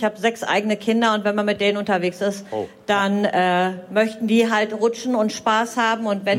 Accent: North Rhine-Westphalia, Germany; Wir kommen aus dem Sauerland und haben da ganz viele Bäder, wo einfach die Wasserrutschen nicht vernünftig sind.

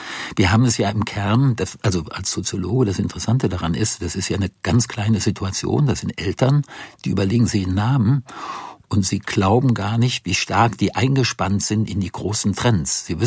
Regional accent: Rhineland, Germany; ich komme aus dem Rheinland

